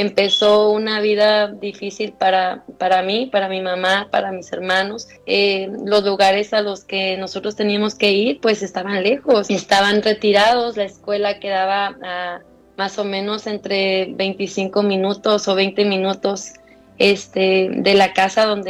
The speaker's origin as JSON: {"language": "Spanish", "country": "Mexico", "tie": "born or raised there", "moved": "yes", "said": "Pero fue una experiencia dura, pero creo que necesaria para valorar mucho de lo que tenía en mi niñez en México, y acá pues no se nos daba."}